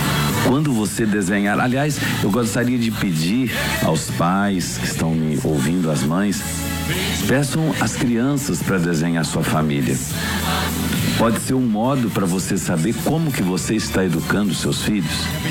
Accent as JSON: {"language": "Portuguese", "town": "Mercedes de Água Limpa", "country": "Brazil", "tie": "born or raised there", "said": "Quando eu era criança pequena em Mercedes de Água Limpa, tinha coisas que eu sabia."}